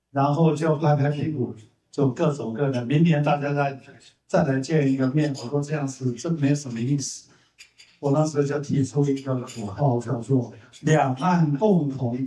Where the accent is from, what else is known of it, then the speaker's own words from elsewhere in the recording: Taiwan; 其实我们半导体跟我们台湾人有关系的只有5%